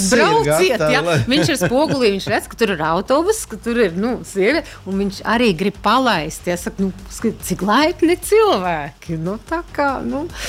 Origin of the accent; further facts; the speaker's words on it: Ventspils, Kurzeme, Latvia; Interesanti izcelsme, ja es esmu no Ventspils, no Kurzemes, tad viņš man ir no Preiļiem.